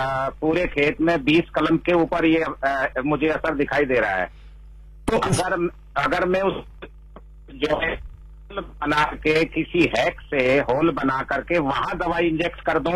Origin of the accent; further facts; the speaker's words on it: Uttar Pradesh, India; और मैं डिस्ट्रिक्ट बागपत का रहने वाला हूँ।